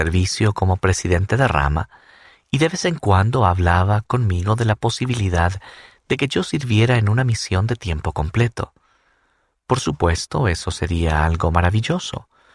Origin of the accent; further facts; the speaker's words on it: Netherlands; moved away; La idea me atraía, ya que mi tierra natal, los Países Bajos, es un país pequeño y sobrepoblado.